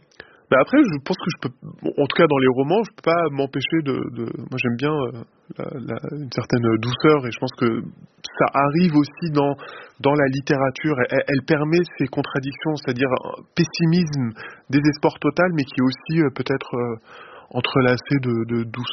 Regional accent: France; sachant que je suis français, encore une fois, en tant que français, nous avons un accès obscène à la mobilité

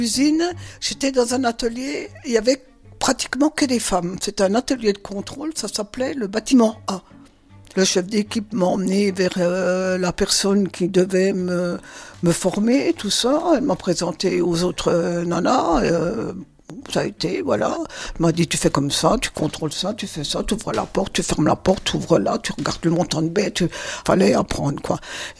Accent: Audincourt, Bourgogne-Franche-Comté, France; also born or lived in Valentigney; Alors, moi, je suis née à Valentigney, à côté d'Audincourt. On habitait avec mes frères et mes parents au centre-ville d'Audincourt.

